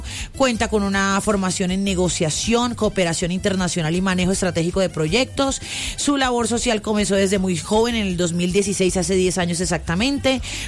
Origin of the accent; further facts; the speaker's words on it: Barranquilla, Atlántico, Colombia; Soy barranquillera